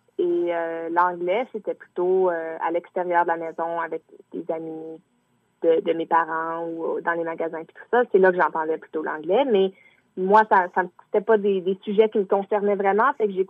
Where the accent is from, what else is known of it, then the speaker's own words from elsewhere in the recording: British Columbia, Canada; now in Montreal, Canada; mes parents sont québécois, mais j'ai grandi en Colombie-Britannique, en français. Maintenant que j'habite à Montréal